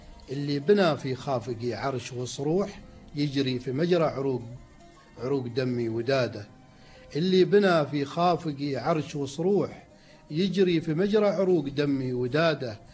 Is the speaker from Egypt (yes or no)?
no; Oman; عندنا في سلطنة عمان